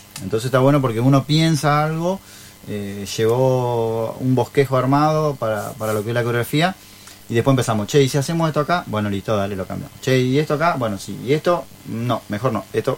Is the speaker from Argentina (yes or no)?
yes; Valle María, Entre Ríos, Argentina; Todos somos acá de Valle María. Salvo Jessica, pero ya Jessica ya es de Valle María, claro, también.